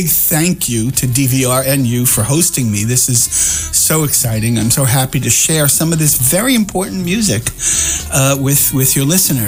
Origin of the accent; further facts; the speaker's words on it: New York City, New York, United States; from the Bronx, and as that name indicates, I was born and raised in the Bronx, in the Northeast Bronx, which was overwhelmingly white.